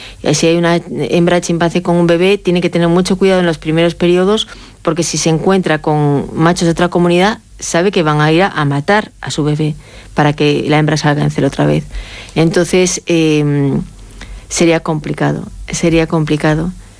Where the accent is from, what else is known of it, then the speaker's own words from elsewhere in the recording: Galicia, Spain; Yo soy gallega, ¿no? los gallegos estamos en Galicia, bueno, yo no estoy en Galicia ahora, pero tenemos un, no tengo mucho acento, pero yo antes tenía acento.